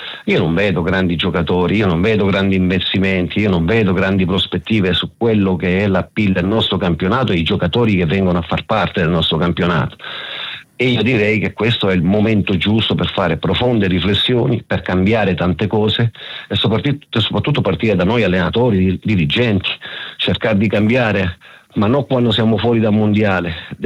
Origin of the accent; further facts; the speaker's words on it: Taranto, Apulia, Italy; vorrei fare i complimenti alla mia città natale, Taranto